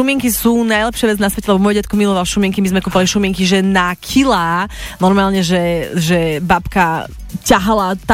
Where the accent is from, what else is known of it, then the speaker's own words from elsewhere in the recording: Humenné, Prešov Region, Slovakia; moved away; som doma v Humenom v dome